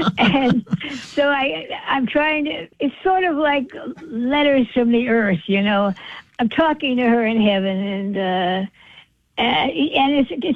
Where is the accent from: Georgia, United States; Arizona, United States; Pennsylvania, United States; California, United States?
California, United States; Hollywood; the two of us, we were raised in Hollywood, you know. We were growing up around that all there.